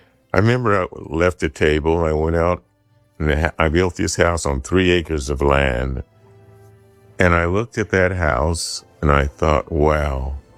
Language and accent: English; Centerville, Iowa, United States; when I was a kid growing up in Centerville, Iowa, I didn't think I'd get farther east maybe than Chicago.